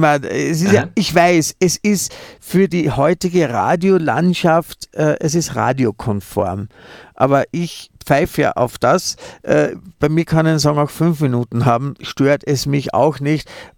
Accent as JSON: {"language": "German", "region": "Vienna", "country": "Austria", "tie": "born or raised there", "said": "Ich bin nämlich gebürtiger Wiener"}